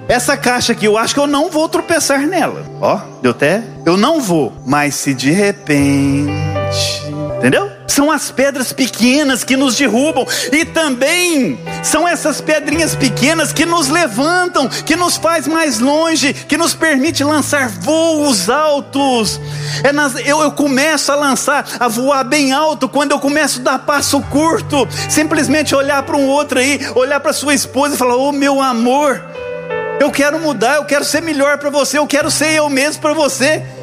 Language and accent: Portuguese; Campo Belo, Minas Gerais, Brazil; eu sou de Campo Belo, 300 quilômetros daqui, sou mineiro.